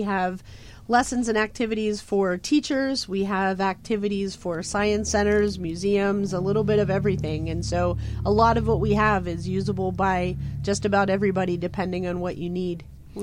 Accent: Mars, Pennsylvania, United States; moved away; I grew up in a tiny little town in Pennsylvania. I'm actually from Mars, Pennsylvania, so I'm from Mars.

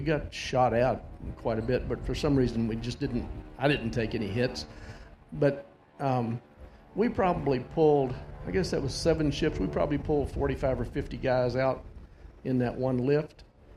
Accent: Tennessee, the South, United States; also born or lived in Memphis, Tennessee; I was from the South. I lived in Memphis, Tennessee at the time.

